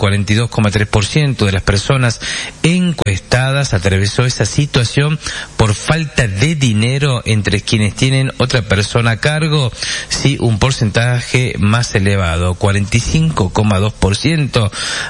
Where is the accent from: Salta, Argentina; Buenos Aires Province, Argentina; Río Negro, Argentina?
Salta, Argentina; somos los salteños tosudos.